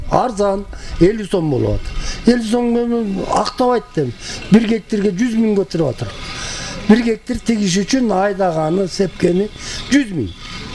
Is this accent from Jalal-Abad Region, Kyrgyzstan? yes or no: no; Akbashat, Talas Region, Kyrgyzstan; Ушул Акбашат айылынын тургуну болом. Ушул жерде жашап, ушул жерден өнүп өстүм.